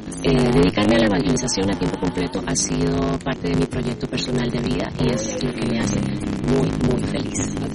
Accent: Chile; soy chilena, estoy casada, tengo una hija

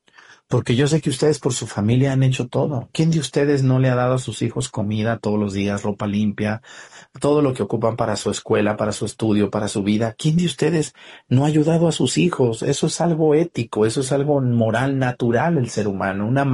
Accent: Mexticacán, Jalisco, Mexico; ustedes pueden ir a Mexticacán, mi pueblo

